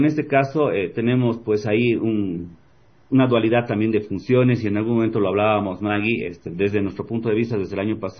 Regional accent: Bolivia

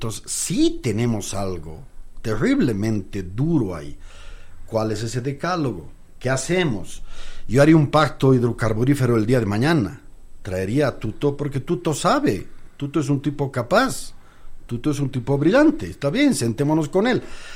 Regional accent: Bolivia; Yo soy boliviano

